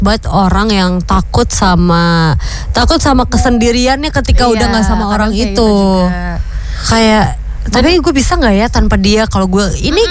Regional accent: Ambon, Maluku, Indonesia; Aku juga karena aku orang Ambon.

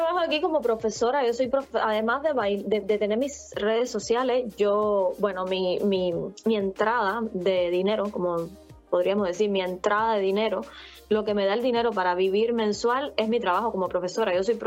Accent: Cuba; first language Spanish; now in Sweden; yo soy hispana, y, o sea, mi idioma es el español, el castellano, ¿por qué no hablar español si estoy en mi tiempo libre? O sea, esto es parte de mi tiempo libre, esto tiene que ser para relajarme, para pasarlo bien. Y entonces empecé con esa página de TikTok

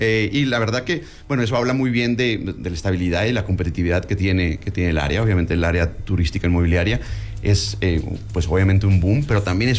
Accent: Mexico City, Mexico; born there; Soy mexicano, nací en Ciudad de México.

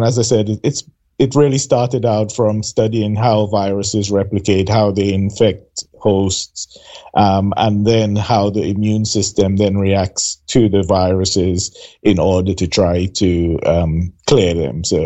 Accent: St. Lucia; also born or lived in England; although I am a St. Lucian, I was born in England. My mom is from St. Lucia, and we moved back when I was about 5 or 6 years old.

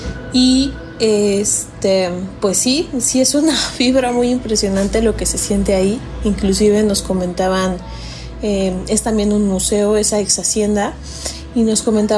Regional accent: Cuautitlán Izcalli, State of Mexico, Mexico; soy de Cuautitlán Izcalli.

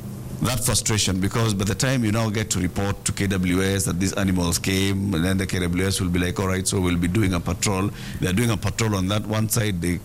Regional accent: Kimana, Kajiado County, Kenya; As you know, I grew up in Kimana.

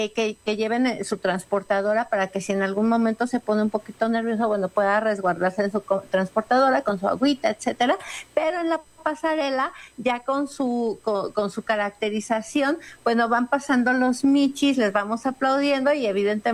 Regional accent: Mexico; como mexicanos que somos bien solidarios

